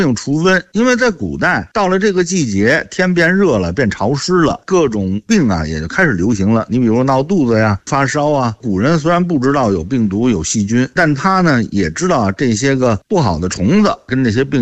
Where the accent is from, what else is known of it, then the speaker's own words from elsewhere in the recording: Beijing, China; 也就是咱们北京人说的长虫啊